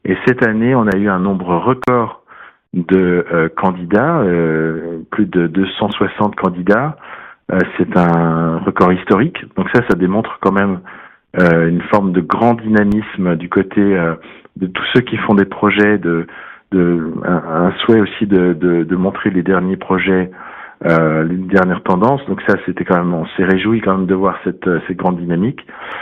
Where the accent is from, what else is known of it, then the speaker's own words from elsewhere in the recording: France; mais en tant que Français, je me réjouis de voir 5 très beaux projets